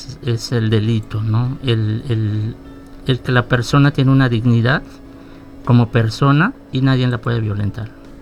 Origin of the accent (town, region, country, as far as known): Mexico